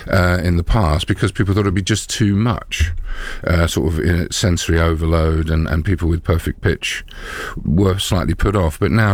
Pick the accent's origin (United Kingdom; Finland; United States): United Kingdom; Watford, East of England; now in London, United Kingdom; I ended up moving from my hometown in Watford into London